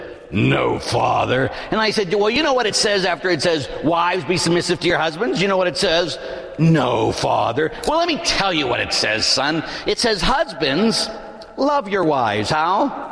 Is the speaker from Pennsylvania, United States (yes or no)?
yes; Pittsburgh, Pennsylvania, United States; growing up in Pittsburgh, both my parents were cops